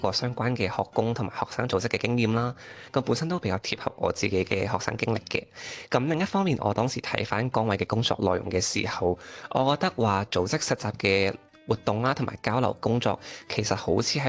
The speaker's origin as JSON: {"language": "Cantonese", "country": "Macau", "said": "咁我係嚟自澳門嘅。"}